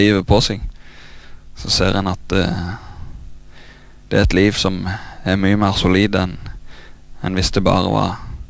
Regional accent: Veavågen, Rogaland, Norway; Født og oppvokst på Karmøy. Det er jeg. På Veavågen.

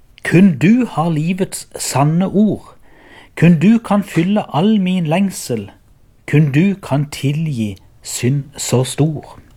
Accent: Byremo, Agder, Norway; jeg kommer fra Byremo, og jeg gjeng I menigheten Ebenezer Byremo.

